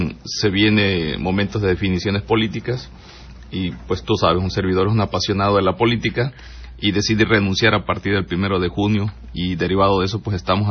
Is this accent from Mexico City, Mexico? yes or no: no; Guerrero, Mexico